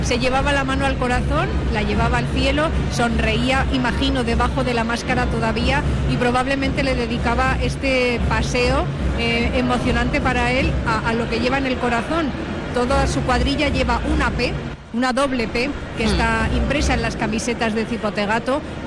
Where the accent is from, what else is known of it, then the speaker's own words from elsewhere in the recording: Aragon, Spain; Que yo vengo del Moncayo, alcalde. Mi pueblo está a 8 kilómetros de aquí.